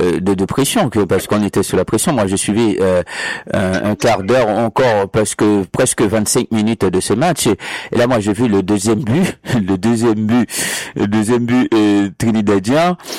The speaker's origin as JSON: {"language": "French", "country": "Haiti", "said": "Je suis pas parce que je suis haïtien que je poserai pas la question."}